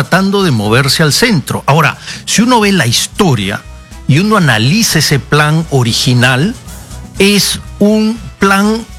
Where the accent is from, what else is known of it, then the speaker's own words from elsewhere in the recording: Peru; Y una de las cosas que más me preocupan a mí como peruano es este concepto de plurinacionalidad